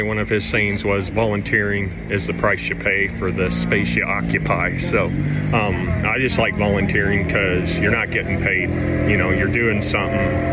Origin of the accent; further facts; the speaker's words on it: Muscatine, Iowa, United States; I'm from Muscatine.